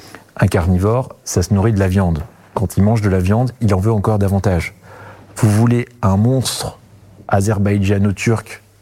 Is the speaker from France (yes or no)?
yes; France; Et quand je dis « nous » en tant que Français, je dis « nous » en tant qu'Arménien, nous ne sommes pas comme eux, nous n'avons pas vocation à devenir comme eux.